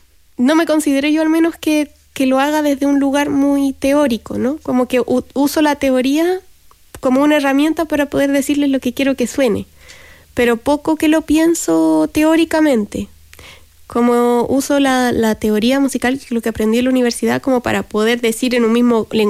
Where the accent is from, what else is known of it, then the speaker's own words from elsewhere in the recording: Santiago, Santiago Metropolitan Region, Chile; De Santiago, yo soy de Santiago Quinta Normal.